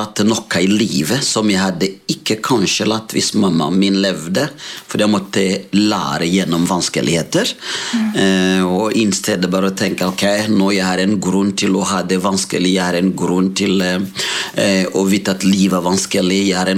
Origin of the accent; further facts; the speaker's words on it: Burundi; Norwegian is a second language; moved away as an adult; now in Molde, Norway; jeg kommer opprinnelig fra Burundi